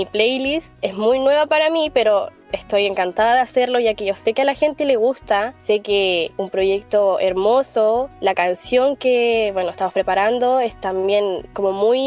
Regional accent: El Quisco, Valparaíso, Chile; yo soy de aquí, del Quisco, y de Isla Negra específicamente

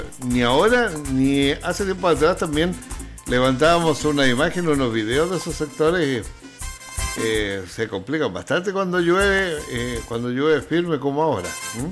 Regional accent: Chile

